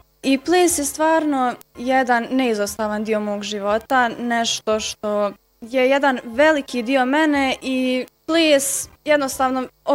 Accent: Bosanska Otoka, Federation of Bosnia and Herzegovina, Bosnia & Herzegovina; imam 17 godina, dolazim iz Bosanske Otoke. To je mjesto na rijeci Uni koje pripada gradu Bosanska Krupa

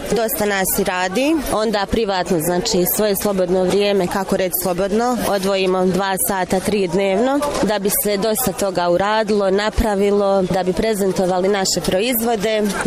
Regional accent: Mostar, Federation of Bosnia and Herzegovina, Bosnia & Herzegovina; Dolazimo iz Bijelog polja, tačnije Potoci, Mostar.

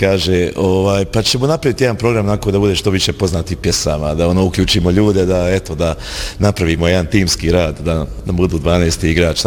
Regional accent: Bosnia & Herzegovina; imate toga narađenog, ono, to je kod nas u Bosni često ta sintagma.

